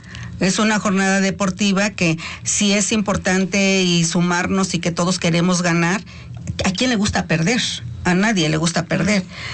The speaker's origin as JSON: {"language": "Spanish", "country": "Mexico", "said": "hay eventos que nos unen como mexicanos"}